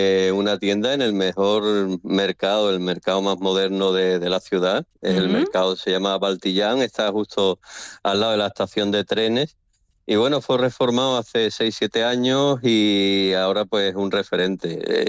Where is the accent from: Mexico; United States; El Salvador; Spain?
Spain; Andalusia; moved away as an adult; now in Estonia